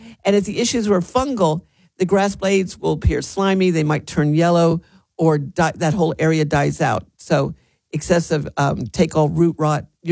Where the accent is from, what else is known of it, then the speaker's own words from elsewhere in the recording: Winter Haven, Florida, United States; when I was little growing up in Florida, it was Silver Lake in Winter Haven, Lake Silver.